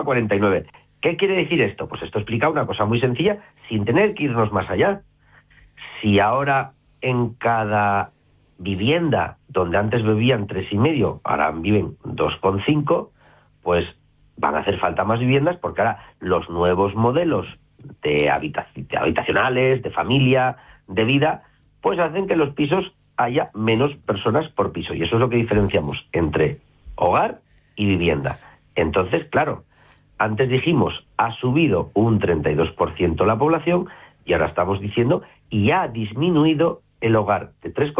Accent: Somiedo, Asturias, Spain; born there; mi pueblo Somiedo

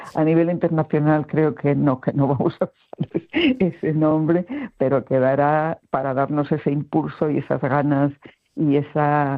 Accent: Asturias, Spain; Siendo asturiana y hablando con amigos asturianos, pues digo, mira, esto va a ser la reconquista de la OMS, ¿no?

